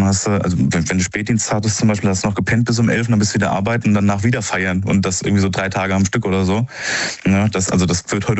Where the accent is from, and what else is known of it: Rhineland-Palatinate, Germany